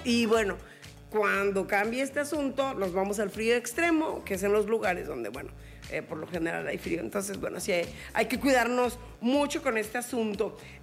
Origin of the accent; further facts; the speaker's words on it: Puebla, Mexico; now in Ciudad del Carmen, Mexico; fui un par de días a mi pueblo, que está en las faldas del Popocatépetl